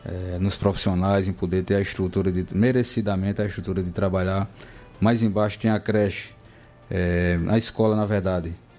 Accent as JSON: {"language": "Portuguese", "town": "Campina Grande", "region": "Paraíba", "country": "Brazil", "tie": "born or raised there"}